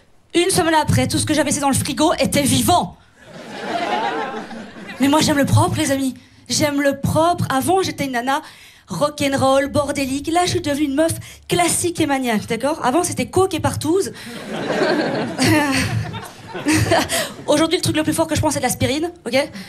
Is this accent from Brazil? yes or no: no; Belgium; accent: Belgian; Quand je m'énerve, mon accent belge revient très fort, sinon je l'ai pas trop.